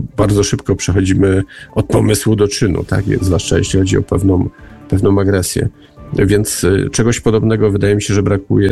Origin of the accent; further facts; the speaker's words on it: Silesian Voivodeship, Poland; Sam pochodzę z Górnego Śląska.